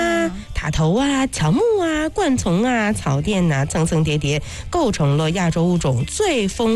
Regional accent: Hulunbuir, Inner Mongolia, China; 因为咱就是本地人嘛

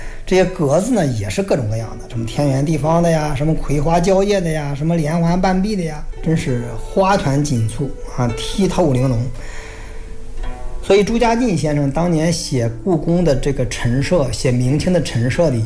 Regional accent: China; 我们中国人

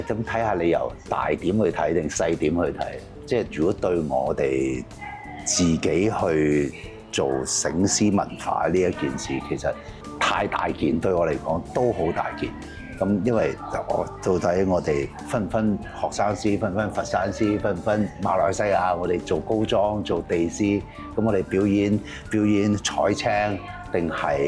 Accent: Lingnan, China; 我哋南方人也好啊，嶺南人也好啊

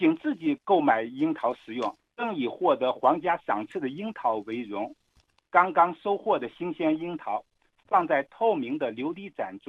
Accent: China

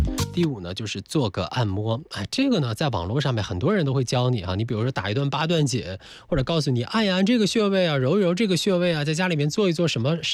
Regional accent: China

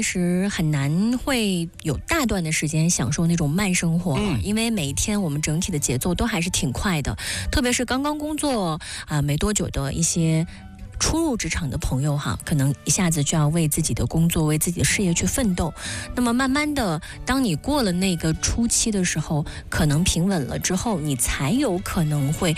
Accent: China; 我们中国人呢其实从古到现在，从宫廷到民间都有这样的习俗。

